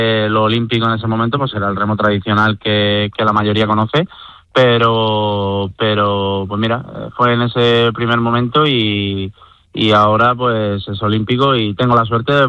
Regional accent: Torrevieja, Valencian Community, Spain; yo empecé a remar en mi ciudad natal, en Torrevieja

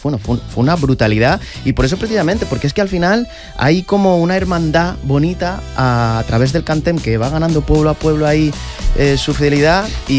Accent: Villena, Valencian Community, Spain; Pues ahora es que mi pueblo, Villena, participó. Yo soy de Villena.

